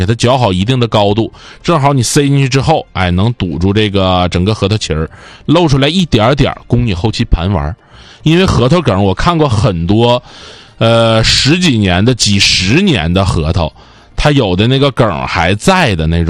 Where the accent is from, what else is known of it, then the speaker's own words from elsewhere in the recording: Northeast China, China; accent: Northeastern Mandarin; 我们东北话讲就往出漾啊